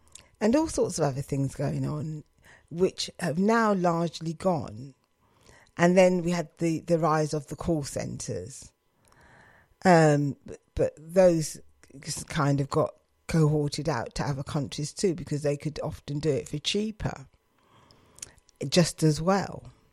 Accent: Luton, East of England, United Kingdom; when I grew up in Bedfordshire, where we had an airport, which is now Luton London Airport.

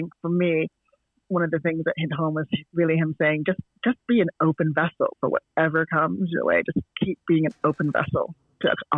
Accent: Toronto, Ontario, Canada; accent: Canadian; moved away as an adult; also born or lived in California; now in United Kingdom; I have a Canadian accent.

